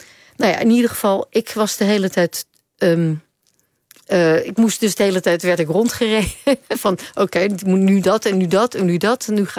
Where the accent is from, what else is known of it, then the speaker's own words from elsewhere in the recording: Amsterdam, North Holland, Netherlands; Slemani, dat is voor mij als Amsterdammer makkelijk te zeggen.